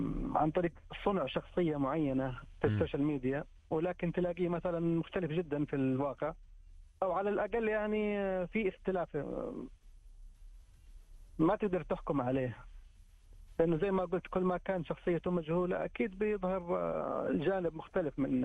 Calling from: Jeddah, Makkah Province, Saudi Arabia

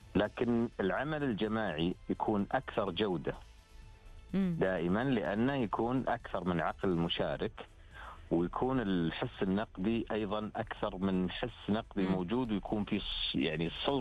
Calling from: Khobar, Eastern Province, Saudi Arabia; من الخبر.

